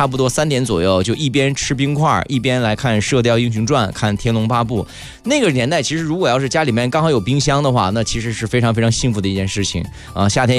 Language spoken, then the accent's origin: Chinese; northern China, China; 像我们小的时候在北方，可能夏天不会像南方这么热